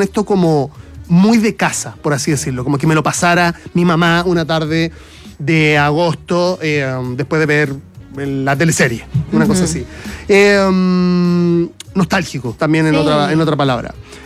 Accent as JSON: {"language": "Spanish", "town": "Puente Alto", "region": "Santiago Metropolitan", "country": "Chile", "said": "Yo soy originalmente de Puente Alto, yeah. Pero como soy de Puente Alto, sé que en la Florida había mucha oferta de completo."}